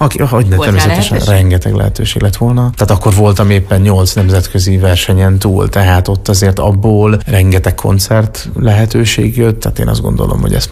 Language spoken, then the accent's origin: Hungarian; Kecskemét, Bács-Kiskun, Hungary; born there